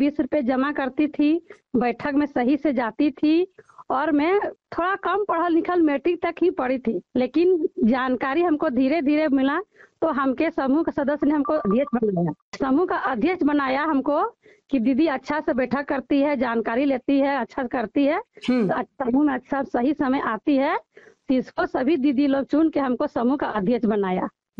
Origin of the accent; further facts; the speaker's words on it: Ranchi district, Jharkhand, India; मैं जीराबार का रहने वाली हूँ। मेरा गांव पड़ता है जीराबार, पोस्ट कुच्चू, थाना और मांझी, जिला रांची, झारखंड।